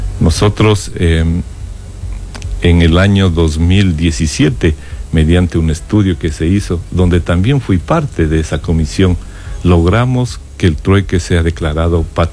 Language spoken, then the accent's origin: Spanish; Pimampiro, Imbabura, Ecuador; es un pimampireño con profundas raíces pimampireñas. Nací en Pimampiro, hice mis estudios en Pimampiro y siempre mi familia ha estado vinculada al desarrollo de Pimampiro.